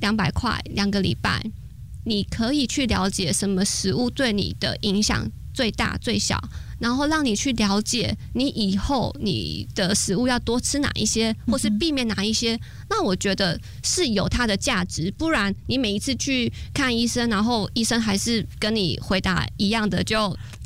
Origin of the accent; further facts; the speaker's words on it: Taiwan; 我们台湾人最喜欢吃地瓜，